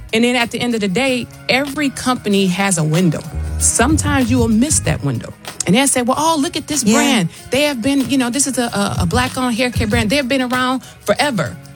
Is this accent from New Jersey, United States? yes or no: no; Detroit, Michigan, United States; I'm from Detroit.